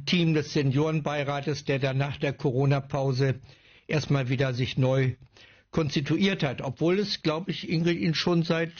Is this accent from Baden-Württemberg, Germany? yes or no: no; Celle, Lower Saxony, Germany; now in Jeverland, Germany; unsere Familie wohnt seit 35 Jahren hier im Jeverland. Ich bin geboren und groß geworden in Celle bei Hannover, wo man ja manchmal über den Spitzenstein stolpern sollte. Ja, uns hat das hier sehr gut gefallen und ich bin 77 Jahre alt